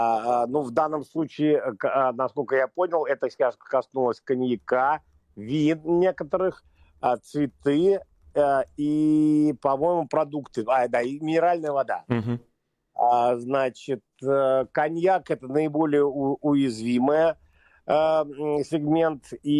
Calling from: Armenia; Я говорю из Армении.

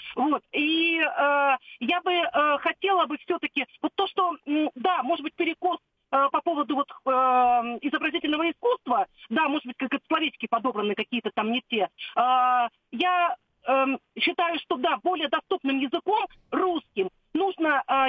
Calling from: Moscow Oblast, Russia; Я из Подмосковья.

